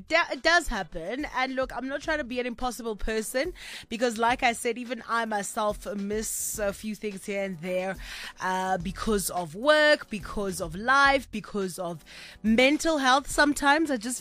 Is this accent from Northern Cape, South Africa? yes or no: yes; Kimberley, Northern Cape, South Africa; moved away; she was in my hometown this past weekend of my hometown of Kimberley.